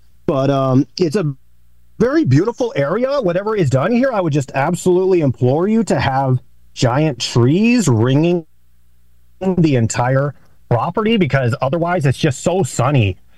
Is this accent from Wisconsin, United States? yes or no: no; California, United States; I grew up on Miranda Road, not far from here.